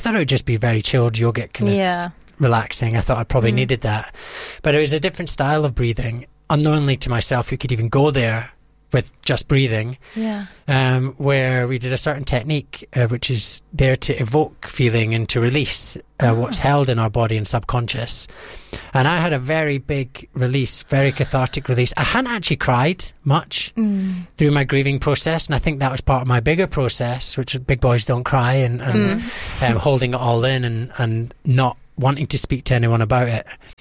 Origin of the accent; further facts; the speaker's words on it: Scotland, United Kingdom; And she was from New York. I'm from Scotland, so there's a bit of cultural differences as well, yeah.